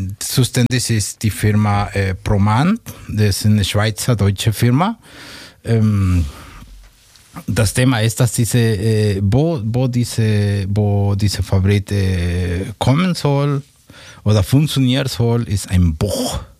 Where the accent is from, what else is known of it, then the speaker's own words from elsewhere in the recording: Mexico; German is a second language; Ich bin Mexikaner.